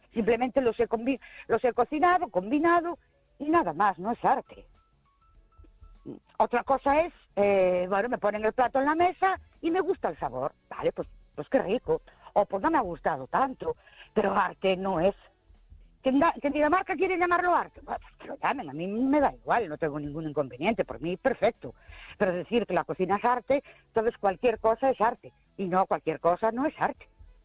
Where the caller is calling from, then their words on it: Ourense, Galicia, Spain; Buenas noches … de Orense.